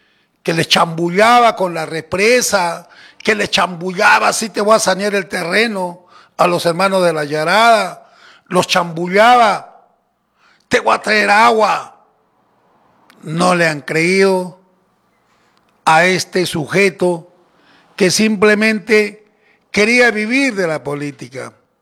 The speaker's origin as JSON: {"language": "Spanish", "town": "Ilabaya", "region": "Tacna", "country": "Peru", "said": "Me están escribiendo de mi tierra y la valla."}